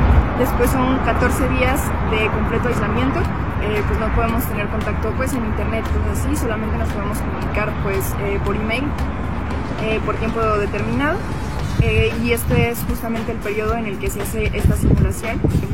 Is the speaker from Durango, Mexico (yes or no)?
yes; Durango, Mexico; tengo 22 años, soy de aquí de Durango